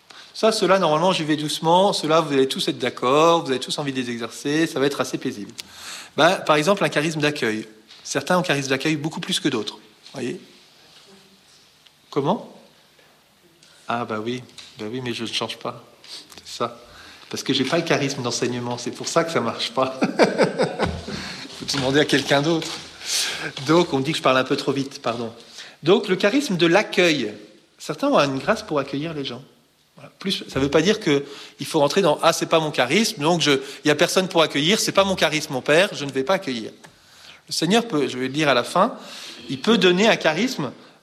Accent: Brittany, France; moi, je suis breton

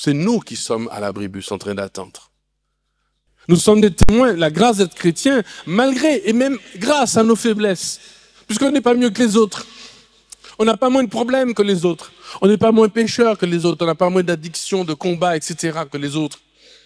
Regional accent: Martinique

